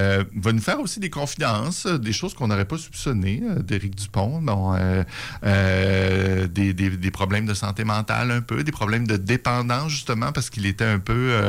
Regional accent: Causapscal, Quebec, Canada; pour venir de cause abscale, si on on dit ben, qu'on vient du Bas-Saint-Laurent, c'est quand même un assez large spectre

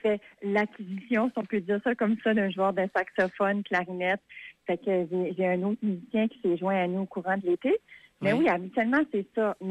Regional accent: Tracadie, New Brunswick, Canada; now in Fredericton, Canada; Oui, je suis native de Tracadie

